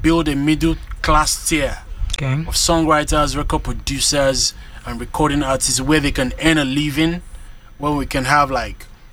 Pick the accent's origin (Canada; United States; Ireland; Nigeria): Nigeria; moved away